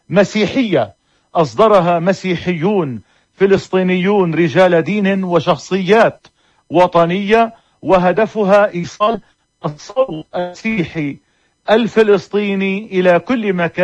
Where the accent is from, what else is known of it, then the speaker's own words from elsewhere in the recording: Palestine; أنا أعتقد أن هنالك شيئا يتغير لصالحنا كفلسطينيين